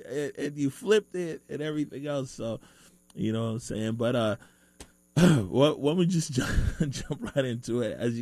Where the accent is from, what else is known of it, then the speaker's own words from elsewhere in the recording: Seattle, Washington, United States; Growing up in the Central District